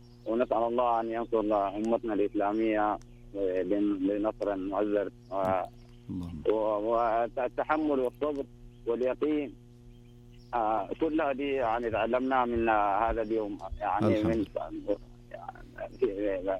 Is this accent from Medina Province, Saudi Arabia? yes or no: no; Arar, Northern Borders, Saudi Arabia; من عرعر، أنا من مدينة عرعر.